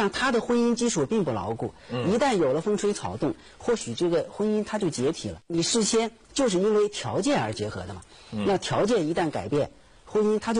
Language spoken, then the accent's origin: Chinese; China; 我们中国人